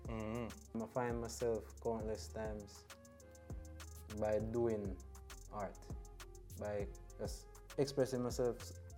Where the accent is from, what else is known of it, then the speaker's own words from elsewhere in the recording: Longville Park, Clarendon, Jamaica; I'm from Clarendon, Longville Park. Mm-hmm. Finished Calabar